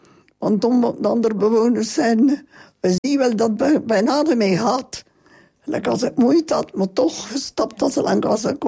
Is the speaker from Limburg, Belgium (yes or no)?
yes; Halmaal, Limburg, Belgium